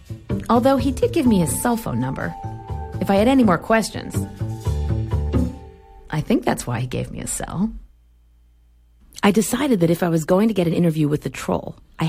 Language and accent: English; New York City, New York, United States; As a New Yorker, I agree with that 100%.